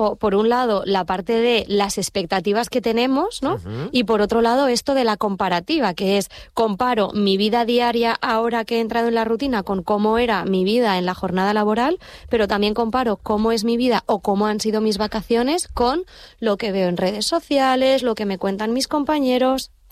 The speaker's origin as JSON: {"language": "Spanish", "town": "Madrid", "region": "Community of Madrid", "country": "Spain", "lives_now": "Canary Islands, Spain", "said": "Yo vengo de Madrid, donde"}